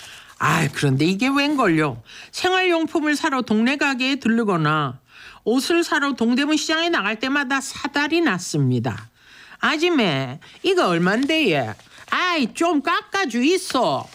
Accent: Gyeongsang, South Korea; accent: Gyeongsang dialect; now in Seoul, South Korea; 억센 억양을 줄이고 경상도에서만 쓰는 단어들을 최대한 표준어로 대체하고

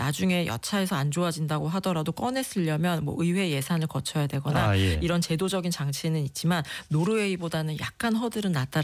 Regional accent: South Korea; 저도 한국에서 나고 자랐으니까요.

